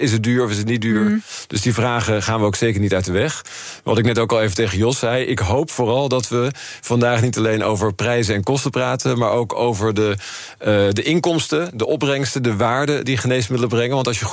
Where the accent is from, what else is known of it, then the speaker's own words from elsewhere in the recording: Netherlands; En dat maakt me natuurlijk als Nederlander ook een beetje trots.